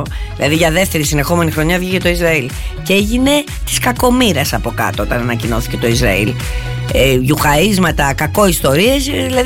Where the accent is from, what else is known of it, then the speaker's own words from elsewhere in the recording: Greece; εμείς ως Έλληνες πάντα βρίσκουμε το καλό.